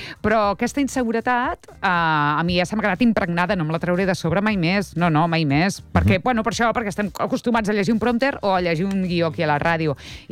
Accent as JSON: {"language": "Catalan", "town": "Premià de Mar", "region": "Catalonia", "country": "Spain", "said": "L'última Premià de Mar a casa meva, al meu poble."}